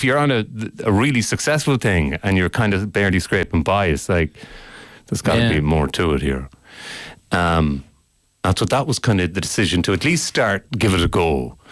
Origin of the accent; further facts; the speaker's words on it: Ireland; but I was a foreign student or whatever because I'm Irish.